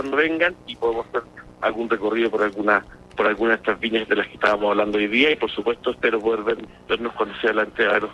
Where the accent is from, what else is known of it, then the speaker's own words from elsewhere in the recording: Chile; para nosotros como chilenos es el momento de mayor celebración del año